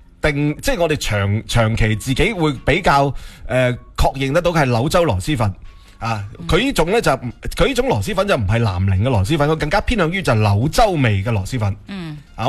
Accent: Guangdong, China; 我自己虽然作为一个广东人啦。

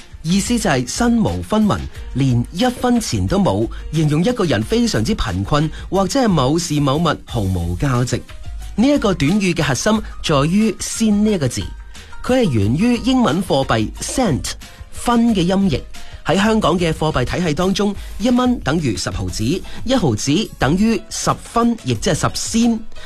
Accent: Guangdong, China; 我们广东人

